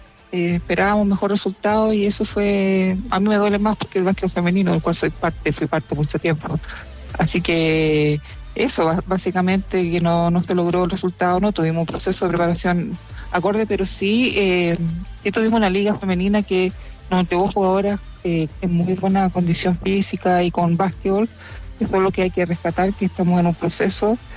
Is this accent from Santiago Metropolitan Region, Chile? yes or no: yes; Santiago, Santiago Metropolitan Region, Chile; No, soy de Santiago, Santiago.